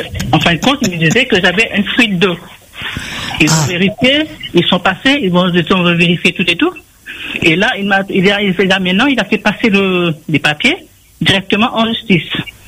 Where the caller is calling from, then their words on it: Saint-Paul, Réunion; Moi, je viens de Saint-Paul.